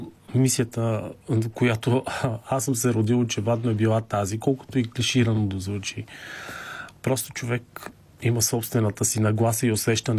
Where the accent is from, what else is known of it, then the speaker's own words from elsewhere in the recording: Sofia, Sofia City, Bulgaria; От София съм, да. Израснал съм в квартал Христо Ботев и съм живял и учил до 8-ми клас в местното училище